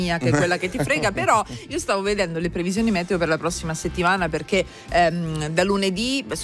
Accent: Rome, Lazio, Italy; moved away as an adult; now in Milan, Italy; io sono romana.

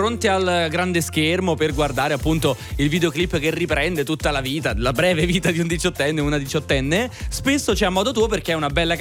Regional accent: Rome, Lazio, Italy

